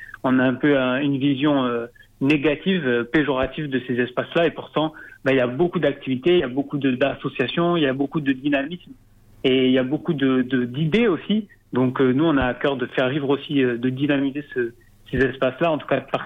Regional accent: Occitanie, France; now in Paris, France; Et puis, tout simplement, c'est chez moi.

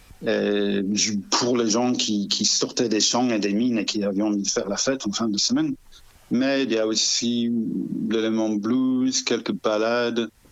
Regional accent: England, United Kingdom; accent: English; French is a second language; moved away; Moi, je suis anglais, vous aurez compris par l'accent.

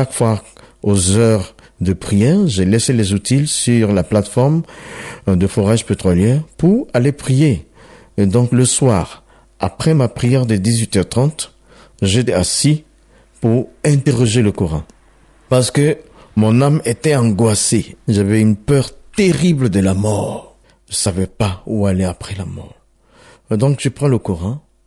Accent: Côte d’Ivoire; je suis originaire de la Côte d'Ivoire.

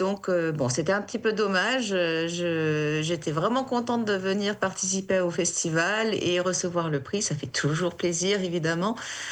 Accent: Périgueux, Nouvelle-Aquitaine, France; moved away as an adult; also born or lived in Bordeaux, France; now in Angoulême, France; Je suis née à Bordeaux. J'ai grandi à Périgueux. J'ai fait mes études de nouveau à Bordeaux. Et je me suis installée à Angoulême

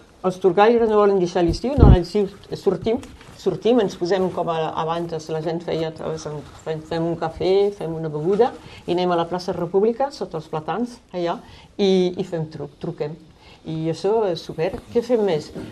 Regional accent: Saint-Laurent-de-la-Salanque, Occitania, France; Jo me recordava d'uns casament Trembelen a la Salanca, sóc de Sant Llorenç, i era petita, però m'agradava molt

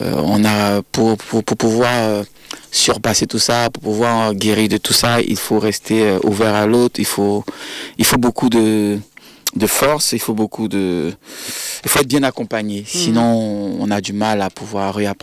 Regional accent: Abidjan, Côte d’Ivoire; born there; moved away as an adult; À Côte d'Ivoire, à Abidjan.

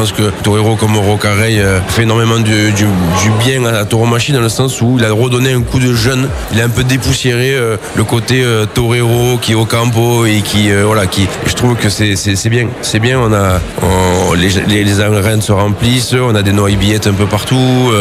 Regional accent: Nîmes, Occitanie, France; moved away as an adult; now in Seville, Spain; je suis nîmois. J'habite à Séville maintenant depuis une vingtaine d'années.

